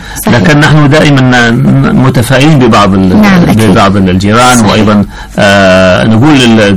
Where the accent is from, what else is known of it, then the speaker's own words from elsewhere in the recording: Hadramaut, Yemen; عندنا في حضرموت